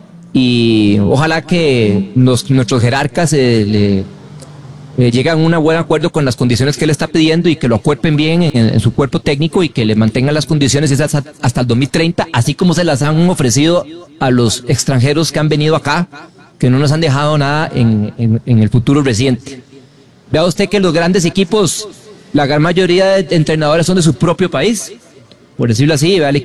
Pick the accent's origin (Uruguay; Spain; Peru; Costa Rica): Costa Rica; Sí, no, Leonel, como costarricense, pues muy contento con los vientos a favor hacia Brian Ruiz.